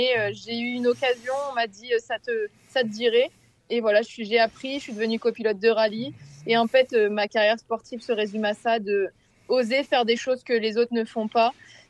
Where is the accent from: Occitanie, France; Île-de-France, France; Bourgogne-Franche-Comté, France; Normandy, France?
Normandy, France; born there; moi je suis née dans l'Orne, mais j'habite dans la Sarthe, donc c'est mes deux départements, on va dire, de natal